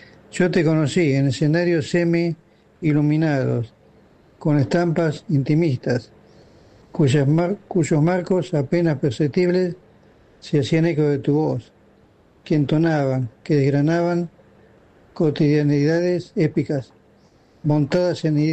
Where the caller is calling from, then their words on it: Ciudadela, Buenos Aires Province, Argentina; en Ciudadela